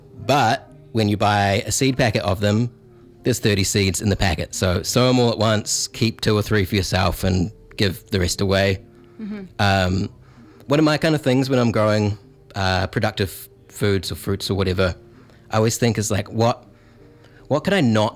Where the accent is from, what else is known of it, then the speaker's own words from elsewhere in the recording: Christchurch, Canterbury, New Zealand; I'm from South Island, Christchurch, and we didn't grow tomatillos.